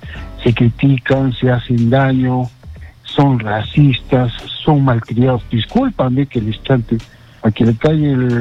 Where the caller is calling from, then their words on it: Arequipa, Peru; De Arequipa les saludo.